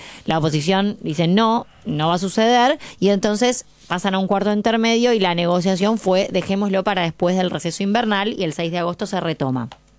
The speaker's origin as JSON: {"language": "Spanish", "country": "Argentina"}